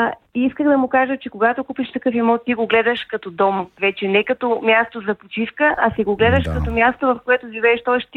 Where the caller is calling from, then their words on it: Sofia, Sofia City, Bulgaria; от София.